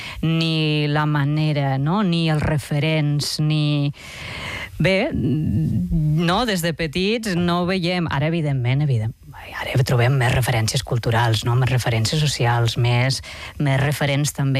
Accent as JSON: {"language": "Catalan", "town": "Lleida", "region": "Catalonia", "country": "Spain", "tie": "born or raised there", "said": "jo sóc de Lleida, que és una ciutat que ja sé que queda molt lluny."}